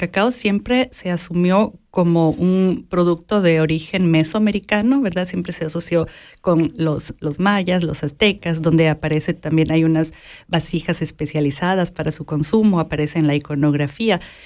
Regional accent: Ecuador; moved away as an adult; also born or lived in Quito; now in Switzerland; yo como ecuatoriana

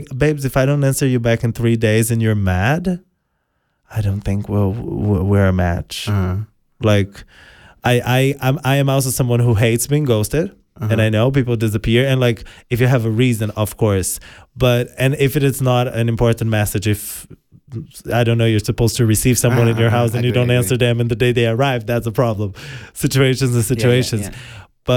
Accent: Brazil; English is a second language; moved away as an adult

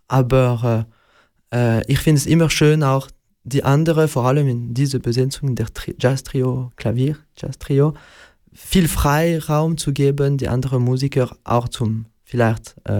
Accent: Sicily, Italy; ich bin ja Italiener und war auch aus Sizilien.

